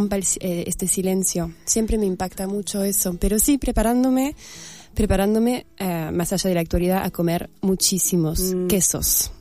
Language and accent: Spanish; France; moved away; yo preparándome para volverme a mi tierra, a Francia, por unos meses.